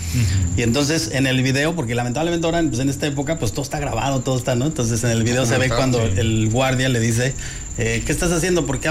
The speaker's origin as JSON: {"language": "Spanish", "country": "Mexico", "said": "nosotros a veces como mexicanos"}